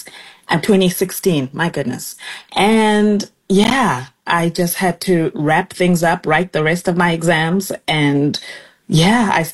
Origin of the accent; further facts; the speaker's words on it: South Africa; first language Xhosa; English is a second language; really came in handy because as South Africans, we're primed to learn other languages. So I speak, my native language is Xhosa, the same language that was spoken by Nelson Mandela … …